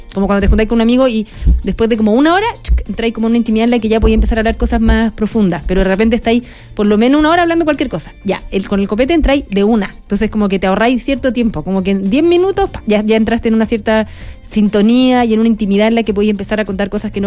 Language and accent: Spanish; Chile; Y es como, ya, somos todos chilenos, estamos todos en esta situación.